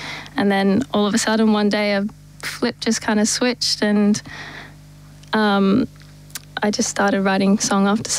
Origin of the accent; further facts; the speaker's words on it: Melbourne, Victoria, Australia; moved away as an adult; also born or lived in England; I'm from Melbourne, near Chadstone.